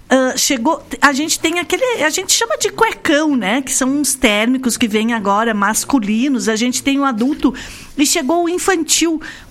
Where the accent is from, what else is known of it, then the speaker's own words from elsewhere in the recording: Brazil; A gente é brasileiro